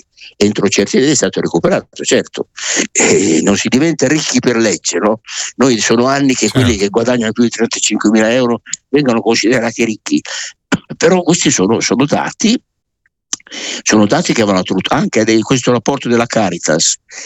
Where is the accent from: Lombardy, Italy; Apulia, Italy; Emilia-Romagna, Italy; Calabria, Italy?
Emilia-Romagna, Italy; Io ovviamente sono emiliano romagnolo e quindi vado sempre vicino a casa.